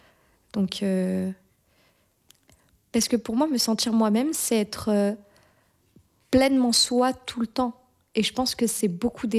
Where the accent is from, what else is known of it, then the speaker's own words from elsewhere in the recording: Morocco; born there; moved away; je ne suis pas née ici. Je suis née au Maroc.